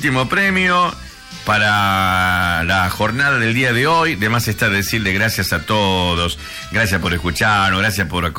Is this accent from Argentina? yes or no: yes; Argentina; Todos somos argentinos